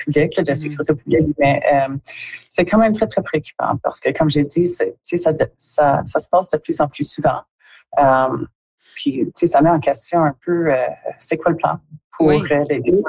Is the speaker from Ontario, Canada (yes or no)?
yes; Timmins, Ontario, Canada; vous avez mentionné que je suis originaire de Timmins, puis je dirais que dans mon enfance, on pouvait les nommer, disons.